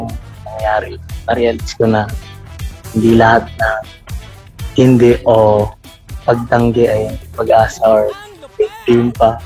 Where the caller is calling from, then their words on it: Quezon City, Metro Manila, Philippines; Ako po ay taga La Loma, Quezon City.